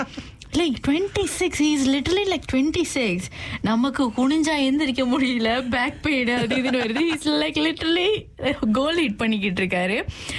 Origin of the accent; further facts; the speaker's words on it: Malaysia; now in New Zealand; என்ன கேள்வி வந்துச்சுன்னா நான் மலேசியன்